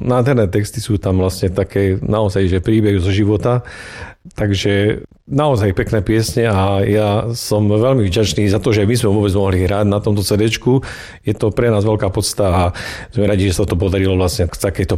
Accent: Krupina, Banská Bystrica Region, Slovakia; Krupinčan som vlastne iba sám ja. Ja som z Krupiny.

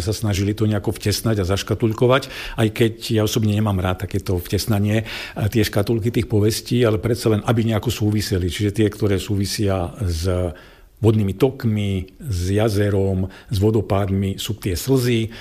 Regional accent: Brezno, Banská Bystrica Region, Slovakia; also born or lived in Zvolen; now in Sliač, Slovakia; som spomínal, že som Hugáň, čiže narodil som sa v Brezne a v podstate celý ten svoj život som sa veľmi nepohol medzi Breznom a Zvolenom, pretože v Brezne som sa narodil, vo Zvolene som študoval

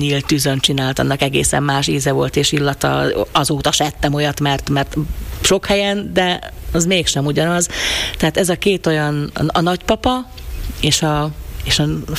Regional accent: Kráľovský Chlmec, Košice Region, Slovakia; Én azt szoktam mondani, hogy én Bodrog közben nőttem fel, mert ugye ott mindenki Helmecen született annak idején.

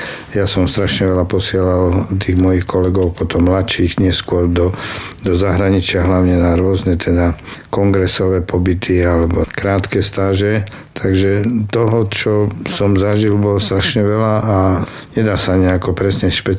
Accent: Prešov, Prešov Region, Slovakia; medzi svojimi doma v Prešove, kde som si to vychutnal.

